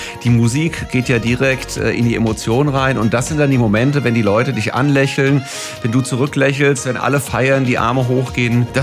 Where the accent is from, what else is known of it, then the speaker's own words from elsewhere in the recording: Wiesbaden, Hesse, Germany; Ja, Wiesbaden ist meine Heimatstadt. Ich meine, ich bin in Wiesbaden zur Grundschule gegangen